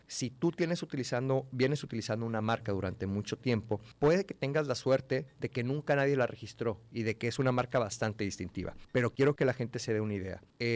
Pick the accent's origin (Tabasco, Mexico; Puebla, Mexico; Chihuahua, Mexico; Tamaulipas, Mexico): Tabasco, Mexico; cuando yo llego a Tabasco a ver estos temas, digo, yo soy tabasqueño